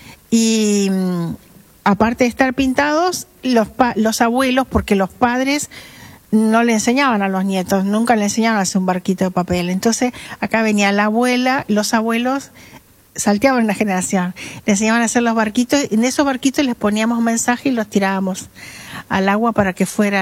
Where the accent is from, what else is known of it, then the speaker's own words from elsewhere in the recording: Salto, Uruguay; born there; O sea, Quiroga es nacido en el mismo lugar. Los dos nacimos en Salto.